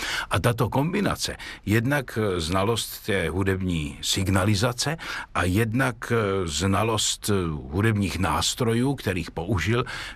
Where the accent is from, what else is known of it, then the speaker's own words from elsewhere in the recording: Brno, South Moravian Region, Czechia; jako Brňák si potrpím na dějiny okolí Brna a tudíž mě od malička zajímá bitva u Slavkova